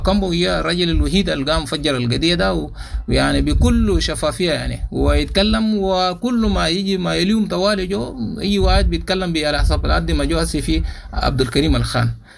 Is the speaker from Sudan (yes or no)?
yes; Sudan; now in Chad; احنا سودانيين